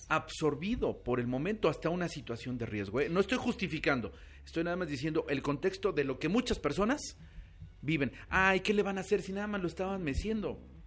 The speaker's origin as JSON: {"language": "Spanish", "country": "Mexico", "said": "Lamentablemente creo que como mexicanos no sabemos ganar en el ámbito del respeto hacia los demás."}